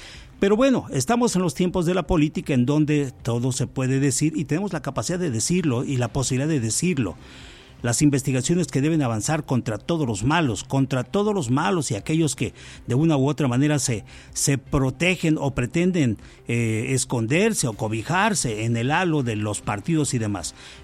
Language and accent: Spanish; Mexico